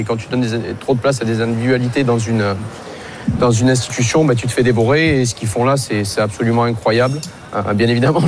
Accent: Marseille, Provence-Alpes-Côte d'Azur, France; je viens de Marseille, écoutez les gars, j'ai foi en mon équipe

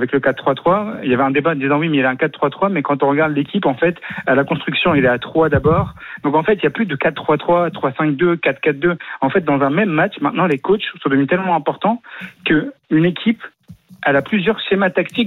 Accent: Lyon, Auvergne-Rhône-Alpes, France; je suis lyonnais.

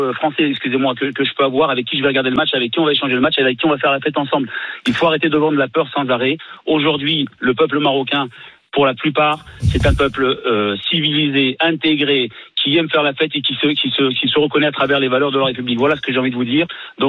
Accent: Sens, Bourgogne-Franche-Comté, France; also born or lived in Morocco; Moi, je suis originaire de la ville de Sens

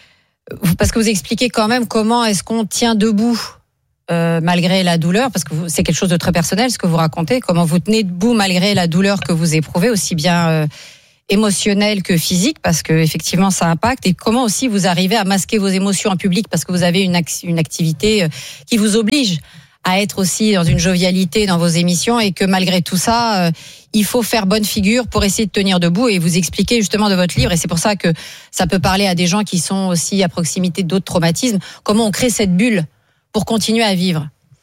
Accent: France

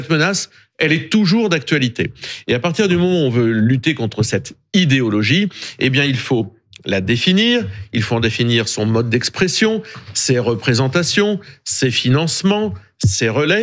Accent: Hauts-de-France, France; born there; je suis né dans l'Oise

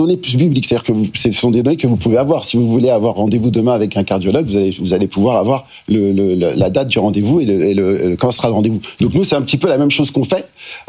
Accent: Lyon, Auvergne-Rhône-Alpes, France; Moi, je viens de Lyon, normalement dans cette région.

